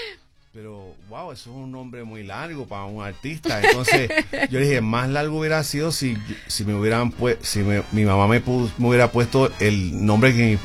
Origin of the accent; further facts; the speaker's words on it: San Juan, Puerto Rico; born there; yo nacido en el barrio Buen Consejo de Río Piedras en Puerto Rico.